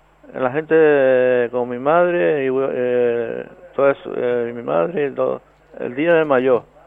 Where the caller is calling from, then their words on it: La Palma, Canary Islands, Spain; yo vivo en La Palma.